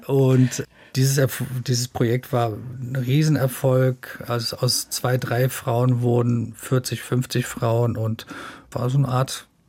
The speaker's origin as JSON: {"language": "German", "region": "Berlin", "country": "Germany", "said": "Das erste, was ich gemacht habe, ist als Berliner meine Netzwerke aufzusuchen"}